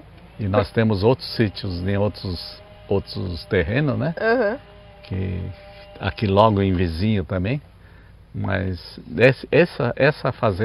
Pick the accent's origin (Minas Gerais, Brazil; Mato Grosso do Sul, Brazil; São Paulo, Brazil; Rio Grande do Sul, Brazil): São Paulo, Brazil; Itapecerica da Serra; moved away; Viemos do município de Itapecerica da Serra, né, em São Paulo. Um bairro chamado Aldeinha, a gente morava lá.